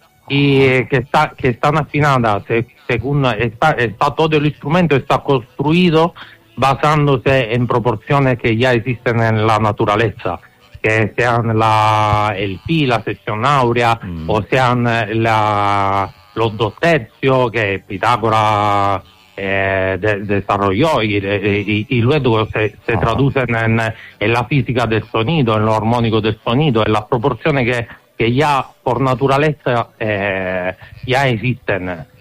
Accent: Italy; Spanish is a second language; moved away; Pues se entiende que soy italiano, ¿no?

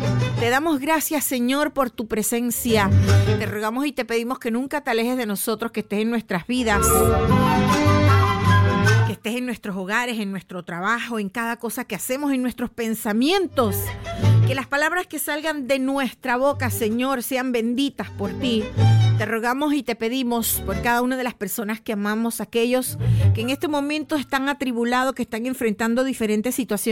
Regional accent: Monagrillo, Herrera, Panama; a toda mi familia en Monagrillo, a mi gente hermosa de Monagrillo, de mi tierrita preciosa.

